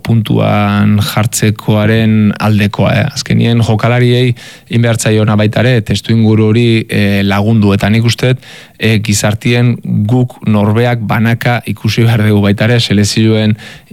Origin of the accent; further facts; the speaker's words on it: Azpeitia, Basque Country, Spain; eta Azpeitiarra Gipuzkoarra naiz